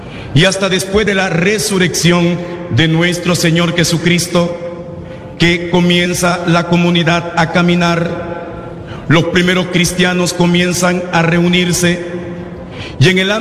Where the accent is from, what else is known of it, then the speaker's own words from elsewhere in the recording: El Salvador; En mi pasaporte dice que soy salvadoreño